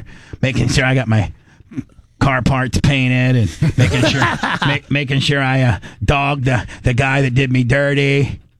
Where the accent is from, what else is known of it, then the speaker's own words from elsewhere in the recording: Warsaw, Indiana, United States; I grew up in Warsaw, which is the capital of, or the, you know, the you know, each county has, like, each county has its capital.